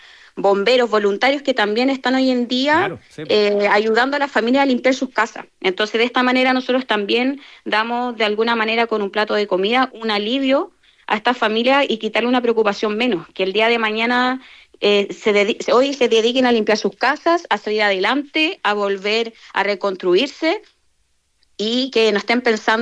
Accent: Chile; nos encontremos como chilenos

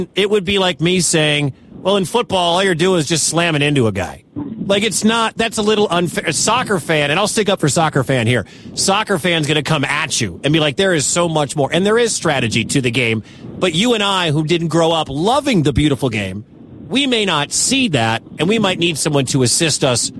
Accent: Michigan, United States; I'm originally from Michigan and hate everything to do with that team in Columbus

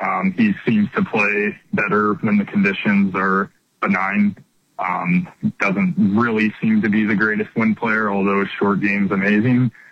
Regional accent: Kansas, United States; I'm from Kansas

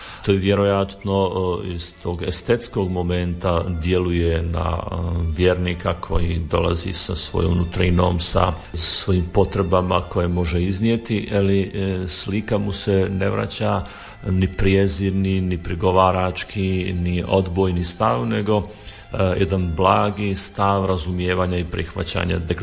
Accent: Sinj, Split-Dalmatia County, Croatia; Ja sam sam rođen u Sinju, ja sam sam odrastao u jednoj svijesti da je sasvim razumljivo da postoji Sinj, da postoji to hodočasničko mjesto, da postoji svetište.

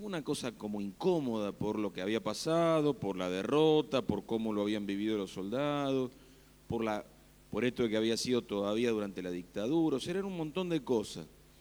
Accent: Castelar, Buenos Aires Province, Argentina

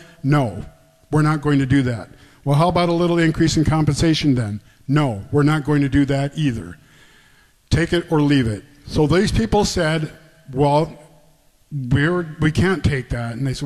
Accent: North Dakota, United States; And I am from Dickey County, which is Ellendale is the county seat. I go down and visit my parents every weekend.

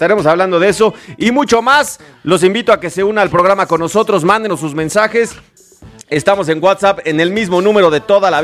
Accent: Mexico

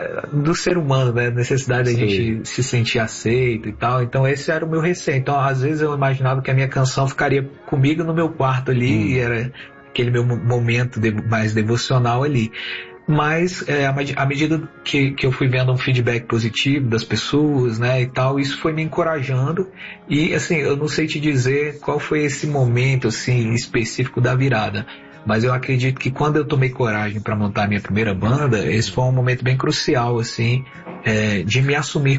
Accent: Vitória da Conquista, Bahia, Brazil; also born or lived in Itabuna; Eu nasci numa cidade da Bahia chamada Itabuna. Ah, conheço. Mas eu cresci, na verdade, em outra cidade chamada Vitória da Conquista, uma cidade fria na Bahia chamada Suíça Baiana.

